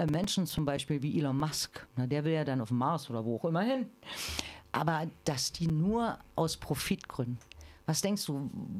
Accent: East Germany, Germany; ich bin ja im Osten geboren und habe den Osten miterlebt

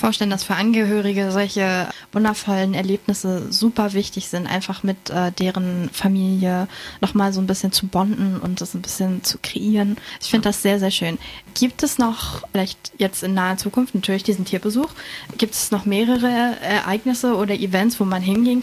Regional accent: Neubrandenburg, Mecklenburg-Vorpommern, Germany; weil ich komme aus Neubrandenburg

